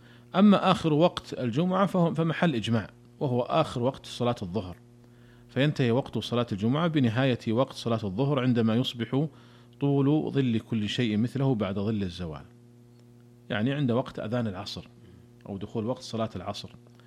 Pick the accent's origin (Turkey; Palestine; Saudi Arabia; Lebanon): Saudi Arabia; عندنا في المملكة العربية السعودية